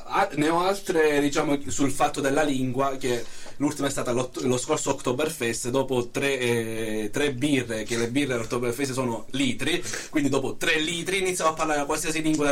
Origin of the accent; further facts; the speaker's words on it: France; Italian is a second language; sono francese